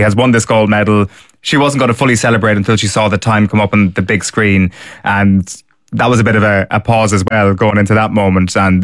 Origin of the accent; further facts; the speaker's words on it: Ireland; it's just this unusual thing as an Irish person watching any athlete compete on a continental or on a global stage.